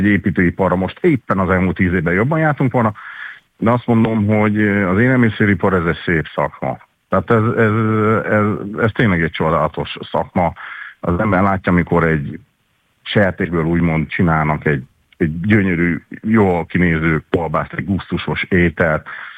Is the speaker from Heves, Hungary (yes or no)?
no; Debrecen, Hajdú-Bihar, Hungary; ez most azért mondom, hogy a debreceniek vagyunk